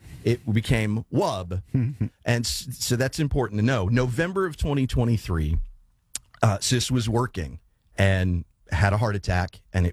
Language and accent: English; United States; you know, I grew up in Reds country, but I became a Cubs fan